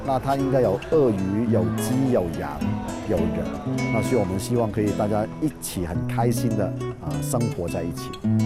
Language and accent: Chinese; Hong Kong; now in Kaohsiung, Taiwan; 我来台湾已经26年，但是我也拿了身份证了，所以我是扎港的台湾人。